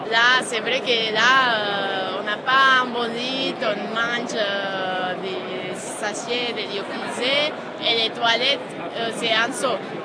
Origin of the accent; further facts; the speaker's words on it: Majorca, Balearic Islands, Spain; French is a second language; moved away as an adult; now in France; Je suis espagnole, de Majorque.